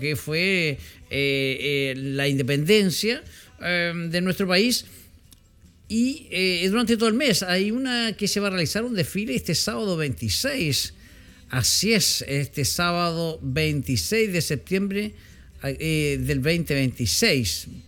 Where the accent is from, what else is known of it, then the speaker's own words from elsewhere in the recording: Chile; cuando septiembre llega, todos somos rotos chilenos.